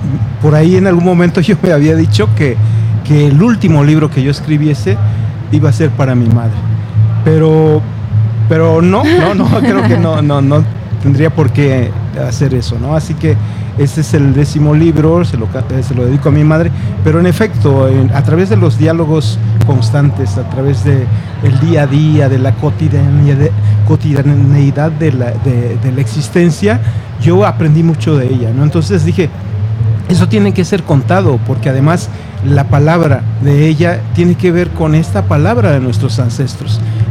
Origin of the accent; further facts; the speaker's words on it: Juchitán, Oaxaca, Mexico; en Juchitán, de donde yo soy